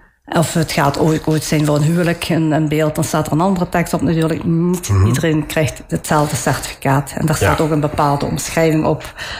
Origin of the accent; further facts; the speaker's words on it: Italy; Ja, ik ben Italiaans, maar